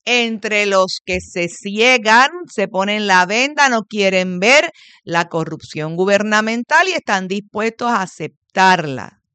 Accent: Puerto Rico; los puertorriqueños son buenos, somos buenos, somos pacientes.

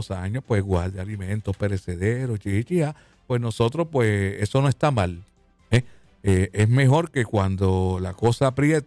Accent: Puerto Rico; porque somos boricuas

